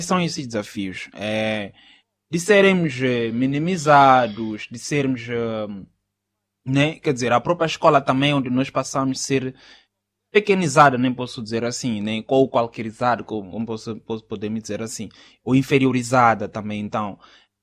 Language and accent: Portuguese; Mozambique